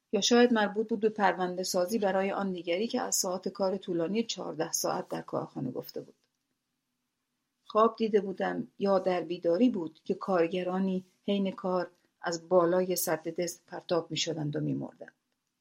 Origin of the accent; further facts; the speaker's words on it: Abadan, Khuzestan, Iran; also born or lived in Shiraz; من در شیراز متولد شدم و متاسفانه علارغم علاقم به این شهر هیچگاه فرصت زندگی در بزرگسالی را در این شهر نداشتم